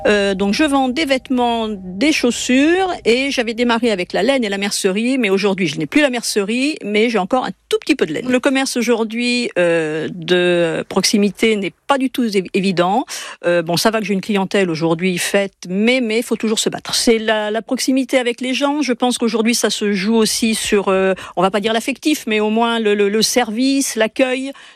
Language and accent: French; Vendôme, Centre-Val de Loire, France; born there; moved away as an adult; now in Saint-Calais, France; j'ai 58 ans, je suis née à Vendôme et j'habite Saint-Calais depuis maintenant 21 ans.